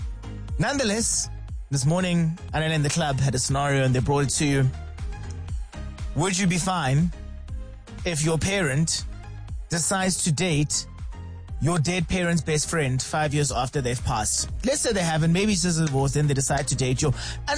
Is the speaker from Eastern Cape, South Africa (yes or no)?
no; Bethlehem, Free State, South Africa; I grew up in Bethlehem.